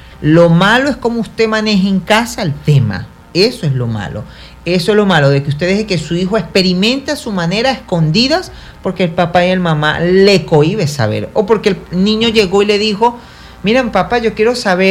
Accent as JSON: {"language": "Spanish", "country": "Venezuela", "said": "de que no te quedes solo en Venezuela porque es mi país"}